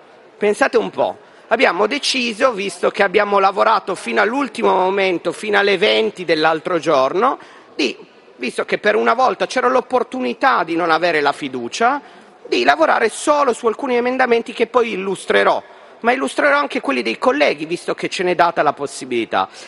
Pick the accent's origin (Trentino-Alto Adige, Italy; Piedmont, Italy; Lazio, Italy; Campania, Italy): Piedmont, Italy; Turin; Lo dico da torinese